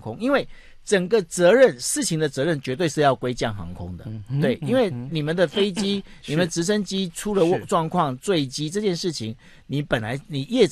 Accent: Taiwan; 我说废话，我是台湾人，当然台湾人思维

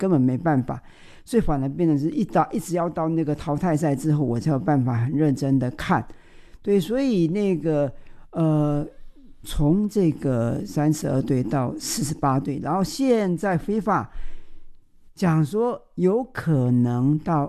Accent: Taiwan; 对我们台湾人来说

